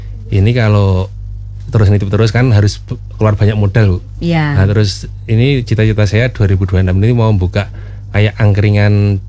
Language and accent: Indonesian; Yogyakarta, Special Region of Yogyakarta, Indonesia; born there; dulu waktu SMA itu sekolah di SMA di Jogja ini